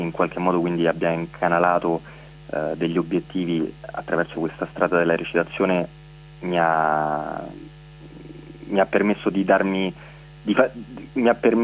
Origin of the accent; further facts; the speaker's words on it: Rome, Lazio, Italy; da romano alcuni funzionamenti di questa città li ho talmente tanto assorbiti che neanche li riconosco più.